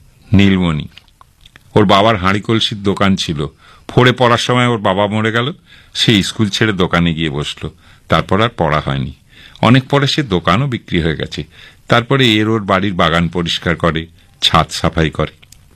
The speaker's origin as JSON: {"language": "Bangla", "town": "Bhatpara", "region": "West Bengal", "country": "India", "tie": "born or raised there"}